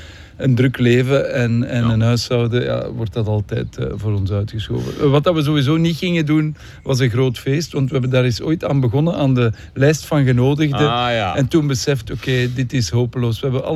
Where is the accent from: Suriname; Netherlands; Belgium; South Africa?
Belgium; Leuven, Flanders; alle drie in Leuven geboren en ja, gebleven.